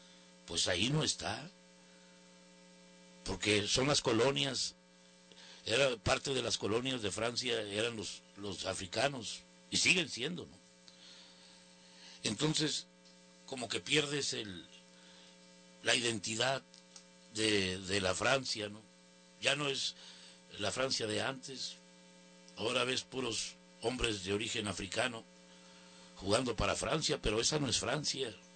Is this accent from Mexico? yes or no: yes; Mexico; Nosotros somos mexicanos.